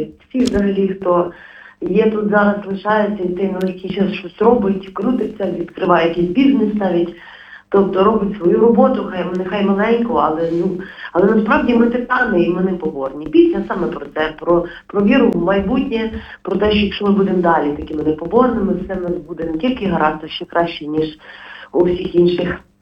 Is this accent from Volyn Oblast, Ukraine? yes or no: yes; Lutsk, Volyn Oblast, Ukraine; now in Kyiv, Ukraine; я взагалі родом села Злуцька з Заходу, але зараз все в Києві живу.